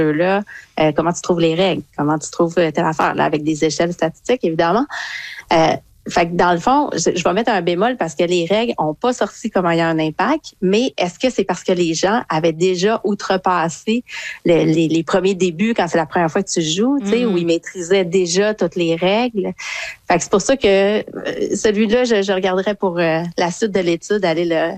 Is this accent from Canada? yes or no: yes; Saguenay, Quebec, Canada; Je viens du Saguenay.